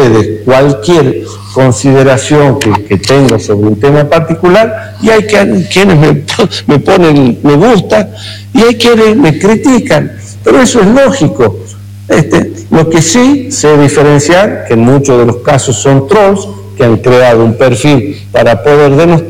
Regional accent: Chilecito, La Rioja, Argentina; todo lo que hice en mi pueblo, en Chilecito

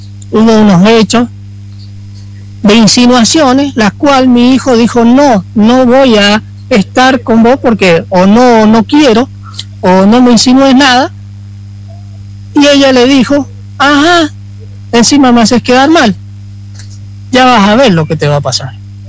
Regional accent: Mendoza, Argentina; moved away as an adult; now in Guandacol, Argentina; nosotros somos una familia que tenemos 25 años en Guandacol, pero yo soy de Mendoza.

